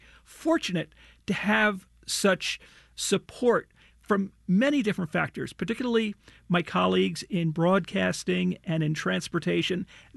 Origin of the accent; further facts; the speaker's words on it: Cranford, New Jersey, United States; I came out first at a public meeting in my hometown of Cranford, New Jersey, and I was scared to death when I was sharing this.